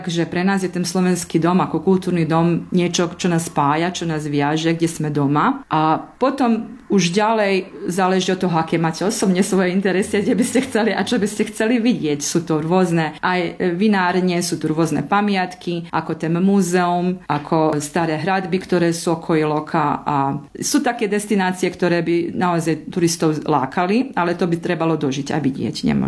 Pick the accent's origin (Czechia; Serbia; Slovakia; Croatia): Croatia; Keď mňa pýtajú, že skadiel som, tak poviem, ja som z Chorvátska a všetci sa tešia, že vy ste z Chorvátska, vy ste pri mori.